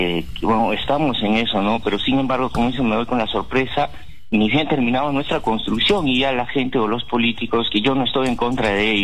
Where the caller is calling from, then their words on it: Cajamarca, Peru; Buenos días, de acá de Porcón, kilómetro 16.